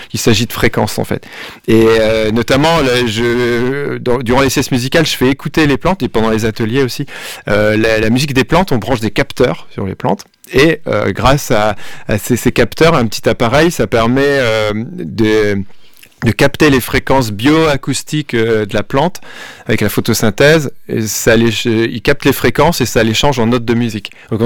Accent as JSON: {"language": "French", "town": "Douai", "region": "Hauts-de-France", "country": "France", "said": "moi, je suis de Douai, et puis je suis vraiment pas loin"}